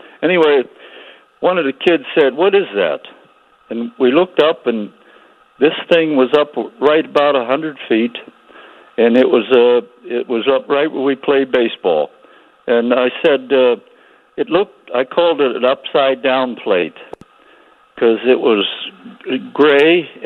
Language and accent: English; Pennsylvania, United States; now in Andover, Ohio, United States; We were kids in a little coal mining town in Pennsylvania where I was born